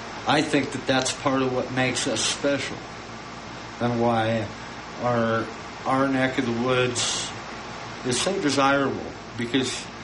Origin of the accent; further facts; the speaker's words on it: Colorado, United States; I was born in Colorado, so, you know, I was raised here, so I was born a Broncos fan.